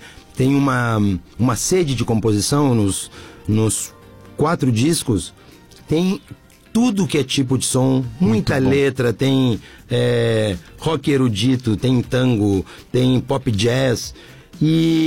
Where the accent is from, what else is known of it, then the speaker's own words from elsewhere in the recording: Jaguarão, Rio Grande do Sul, Brazil; É de Santa Vitória e eu me criei em Jaguarão.